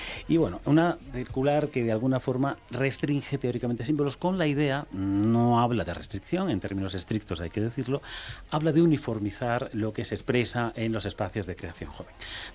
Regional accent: Extremadura, Spain; nuestra pulsión como pueblo extremeño

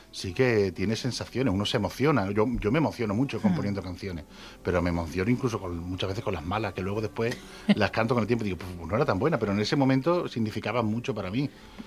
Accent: Extremadura, Spain; Dedicadas a las zonas donde yo me crié de pequeño, a Extremadura en general, a los olores de mi tierra, a la gente que ha vivido aquí.

